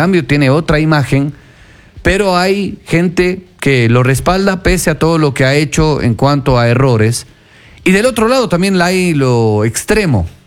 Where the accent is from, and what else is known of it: Ecuador